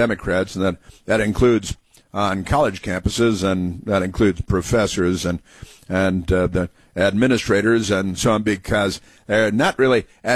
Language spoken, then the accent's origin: English; Illinois, United States; He grew up north and west of Chicago, not far from where I did most of my growing up, and it's where regular people come from